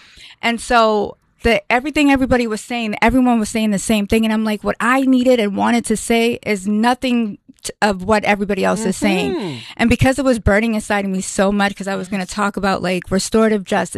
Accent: New Hampshire, United States; I'm from New Hampshire

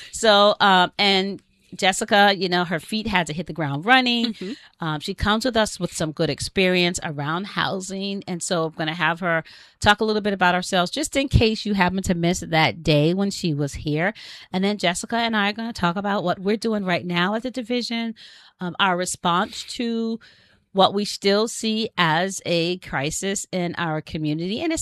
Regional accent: New Jersey, United States; now in New Hampshire, United States; I grew up in New Jersey

